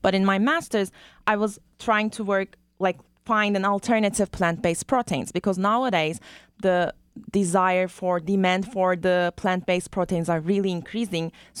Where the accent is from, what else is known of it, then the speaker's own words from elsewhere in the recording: Turkey; moved away as an adult; now in California, United States; Yeah, so I'm from Turkey and I go to the Middle East Technical University in the capital of Turkey, which is Ankara.